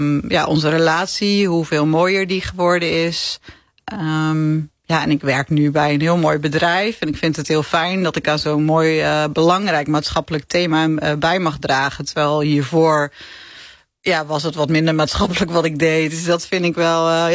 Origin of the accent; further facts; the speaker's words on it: Groningen, Netherlands; Ja, ik kom uit Groningen